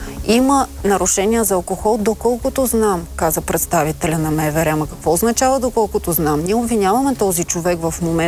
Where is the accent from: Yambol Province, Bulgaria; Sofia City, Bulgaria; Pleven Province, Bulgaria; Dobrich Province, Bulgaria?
Dobrich Province, Bulgaria; Dobrich; Аз съм от Добрич